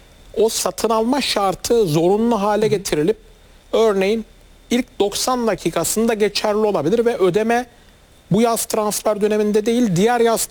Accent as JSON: {"language": "Turkish", "region": "Adana", "country": "Turkey", "tie": "born or raised there", "said": "benim memleketim Adana Demirspor."}